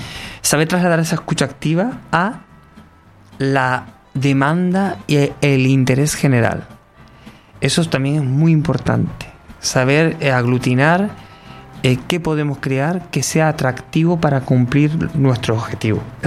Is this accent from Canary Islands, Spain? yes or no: yes; Canary Islands, Spain